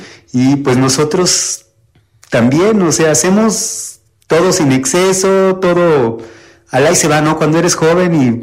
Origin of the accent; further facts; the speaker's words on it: Oriental, Puebla, Mexico; also born or lived in Xalapa, Mexico; Pues yo nací en Jalapa, Veracruz, pero toda mi vida he vivido en Oriental.